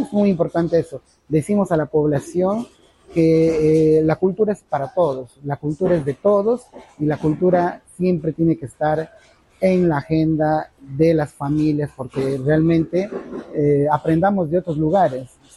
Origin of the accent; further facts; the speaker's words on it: Lamas, San Martín, Peru; Yo soy de Lamas. Lamas no tiene un museo público